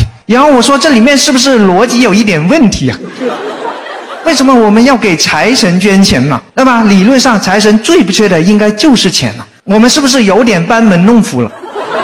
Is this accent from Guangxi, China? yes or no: yes; Guangxi, China; 因为我是个广西人。